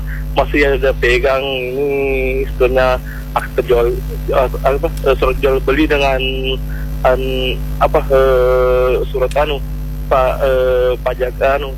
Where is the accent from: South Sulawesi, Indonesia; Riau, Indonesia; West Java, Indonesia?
South Sulawesi, Indonesia; jadi kita sebagai orang Bone sangat bangga bagi teman mengundang saudara-saudara kita yang ada di luar Bone